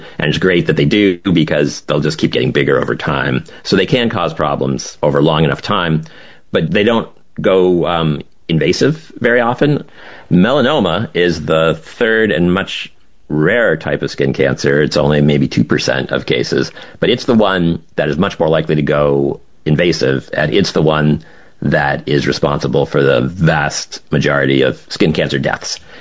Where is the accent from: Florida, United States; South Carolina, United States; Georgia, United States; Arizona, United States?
Florida, United States; Like, I grew up in Florida in the 80s and 90s.